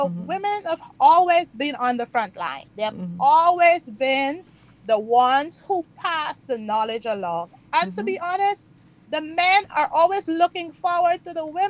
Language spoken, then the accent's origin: English; Dartmouth, Guyana; in the village where I grew up in Dartmouth